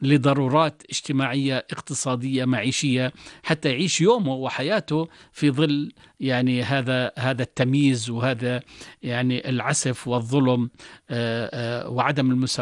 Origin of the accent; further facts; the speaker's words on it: Jordan; إحنا كأردنيين كدولة كشعب نتمنى عليكم ذلك.